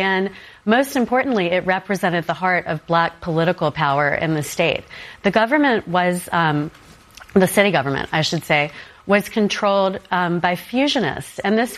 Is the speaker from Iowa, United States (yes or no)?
no; Wilmington, North Carolina, United States; moved away; You know, I grew up in Wilmington. I was born there in 1980.